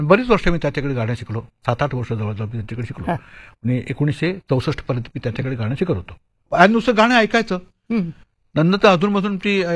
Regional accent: Goa, India; आता गाणं शिकवा म्हणजे कुठेतरी पाठवून द्यायला पाहिजे ना, गुरुगृही पाठवून द्यायला पाहिजे, पण ते तसं शक्य नव्हतं. बरं, गोव्यात गाणं शिकण्याची काही व्यवस्था नव्हती.

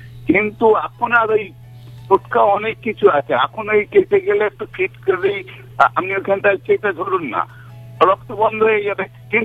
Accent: Purba Bardhaman, West Bengal, India; moved away; আমার গ্রাম হলো পূর্ব বর্ধমানের কাটোয়া থানার শ্রীবাটি গ্রামে।

